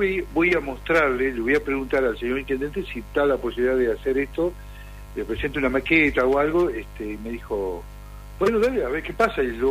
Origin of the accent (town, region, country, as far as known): Argentina